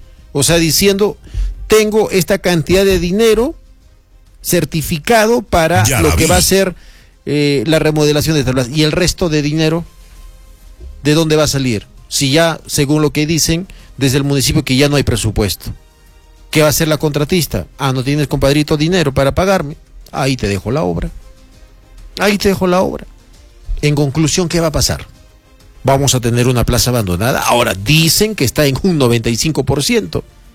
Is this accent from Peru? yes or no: yes; Socabaya district, Arequipa, Peru; todos los vecinos que somos del distrito de Socabaya